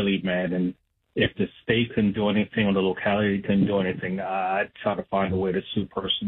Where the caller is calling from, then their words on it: Elkridge, Maryland, United States; I'm in Elk Ridge.